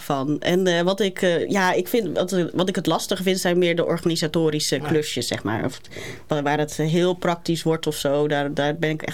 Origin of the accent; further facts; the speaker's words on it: Ridderkerk, South Holland, Netherlands; Grotendeels in Ridderkerk. Ja, ik ben vrij vaak verhuisd, maar grotendeels in Ridderkerk. Ik ben opgegroeid in de Gereformeerd Vrijgemaakte Kerk.